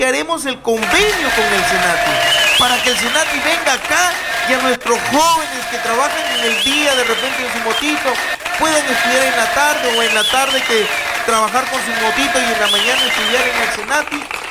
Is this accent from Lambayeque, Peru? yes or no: yes; Túcume, Lambayeque, Peru; born there; quiero de cariño a mi pueblo. Amo a esta tierra que me dio nacer. Soy orgullosamente tucumano. Quiero a mi pueblo.